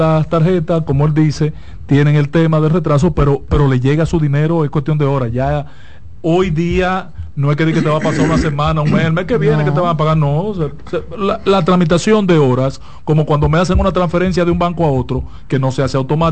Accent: Santiago de los Caballeros, Santiago, Dominican Republic; also born or lived in Barahona; Pedernales, mi región del sur, donde nací en Barahona, este santiaguero nacido en Barahona.

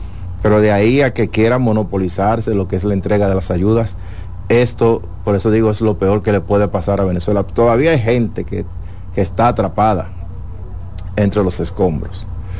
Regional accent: Dominican Republic; somos los dominicanos.

